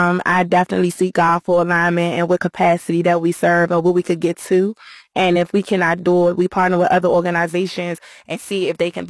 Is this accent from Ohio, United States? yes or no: no; Prince George's County, Maryland, United States; Growing up in Prince George's County, we had a two-bedroom apartment. It was about 20 of us in that apartment, no lie.